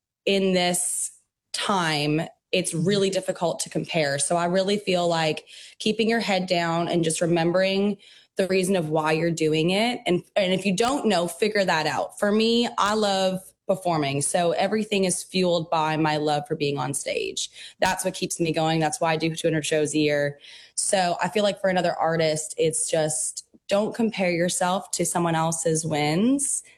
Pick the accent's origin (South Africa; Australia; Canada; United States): Canada; Abbotsford, British Columbia; born or raised there